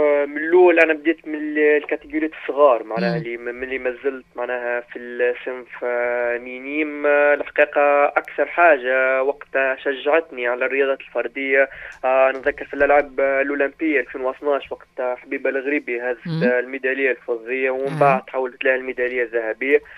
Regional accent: Jendouba, Jendouba Governorate, Tunisia; now in Radès, Tunisia; أنا صحيح نعيش توا في رادس، أنا راني من جندوبة، معناها كبرت في جندوبة ولدت في جندوبة ومن بعد كتخل للمنتخب الوطني تنقلت الرادس

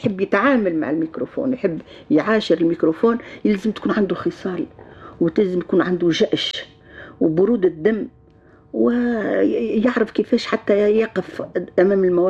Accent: Tunis, Tunis Governorate, Tunisia; born there; also born or lived in Kairouan; اللي احنا من القيروان، أصيلة القيروان، أصيلي القيروان، ولو انا مولود في تونس اما أصيلي القيروان.

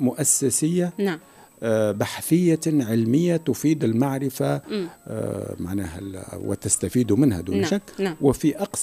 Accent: Tunisia; أنا كمواطن تونسي

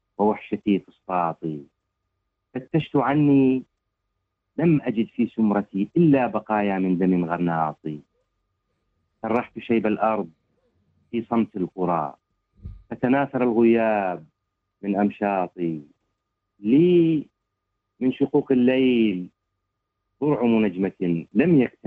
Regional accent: Syria; عندنا في سوريا

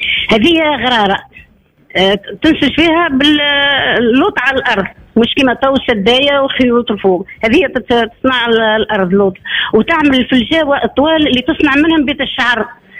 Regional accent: Sfax Governorate, Tunisia; now in Agareb, Tunisia; أصيلة زليانة.

